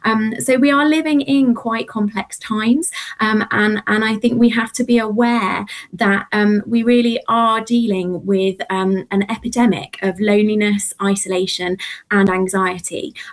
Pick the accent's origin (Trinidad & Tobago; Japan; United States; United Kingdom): United Kingdom; Bristol, South West England; born there; now in Buckinghamshire, United Kingdom; I was born in Bristol, and I'm currently in the southeast, in Buckinghamshire, just outside of London. So I'm a southern girl, although yeah. My family roots are Scotland